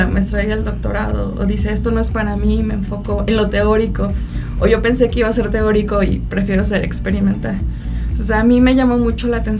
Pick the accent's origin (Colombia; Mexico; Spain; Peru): Mexico; Veracruz; moved away as an adult; also born or lived in Querétaro; now in San Luis Potosí, Mexico; Yo soy de Veracruz, entonces estudié en Jalapa